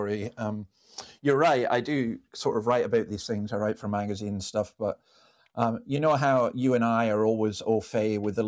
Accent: Scotland, United Kingdom; And as a Scotsman, that made me very interested.

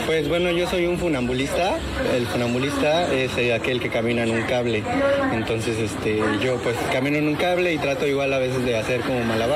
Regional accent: Puebla, Mexico; now in Coatzacoalcos, Mexico; tengo varios amigos en la ciudad de Puebla, de donde yo soy

